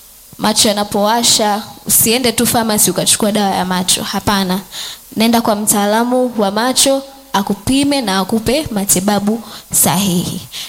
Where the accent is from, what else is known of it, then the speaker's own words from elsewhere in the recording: Morogoro, Tanzania; Mimi nimetokea Morogoro.